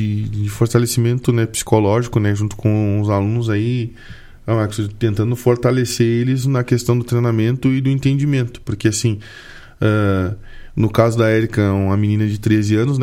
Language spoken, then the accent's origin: Portuguese; Rio Grande do Sul, Brazil; a gente vem do interior, né, do Rio Grande do Sul